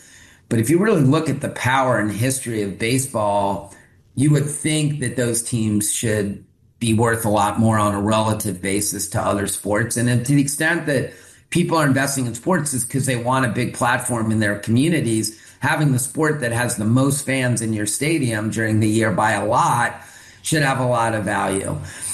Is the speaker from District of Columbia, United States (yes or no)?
no; Maryland, United States; We didn't have a team in DC, and I grew up in Maryland. So I love the Orioles.